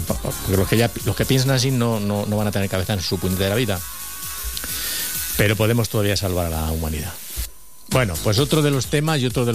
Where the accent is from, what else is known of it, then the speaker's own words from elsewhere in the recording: Spain; O sea que aquí en España somos españoles raros.